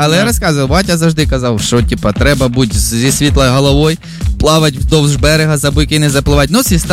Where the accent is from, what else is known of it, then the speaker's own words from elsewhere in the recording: Zaporizhzhia, Zaporizhzhia Oblast, Ukraine; я згадую своє дитинство. Що там було? Там ми їздили на острів Хортиця, в Запоріжжі, і стрибали зі скель.